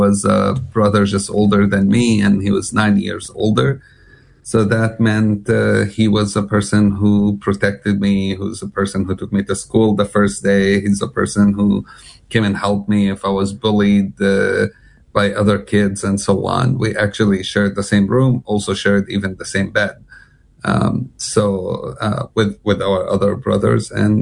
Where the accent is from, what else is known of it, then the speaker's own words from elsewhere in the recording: Jerusalem, West Bank, Palestine; Yeah, I grew up in the West Bank and East Jerusalem. I grew up in the time of the first Palestinian uprising, the Intifada.